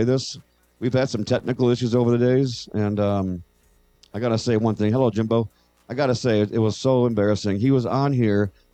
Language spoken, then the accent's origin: English; Michigan, United States; my home state, Michigan